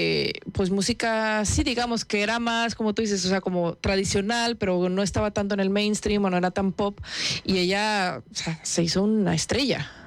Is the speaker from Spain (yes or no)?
no; Monterrey, Nuevo León, Mexico; moved away; yo soy de Monterrey.